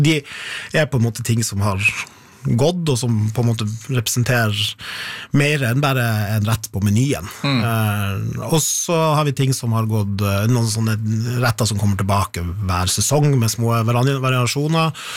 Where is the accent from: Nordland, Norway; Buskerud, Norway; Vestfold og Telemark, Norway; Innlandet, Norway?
Nordland, Norway; Sigerfjord; Og da flytta liksom to av sønnerne til Sigerfjorden der jeg er fra, og tok med seg blant annet det huset jeg bor i, og flytta til Sigerfjorden.